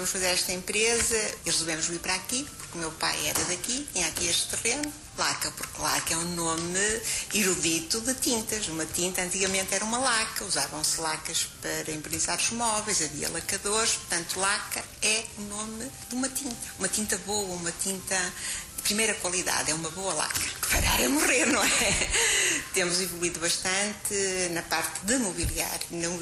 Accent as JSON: {"language": "Portuguese", "town": "Felgueiras", "region": "Norte", "country": "Portugal", "tie": "born there", "said": "Eu digo sempre que sou do Unhão. Eu digo sempre que vivo no Unhão. E não vivo no Unhão. Vivo aqui numa aldeia próxima."}